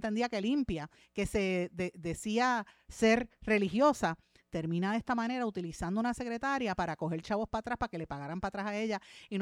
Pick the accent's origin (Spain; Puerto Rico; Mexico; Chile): Puerto Rico; somos menos puertorriqueños.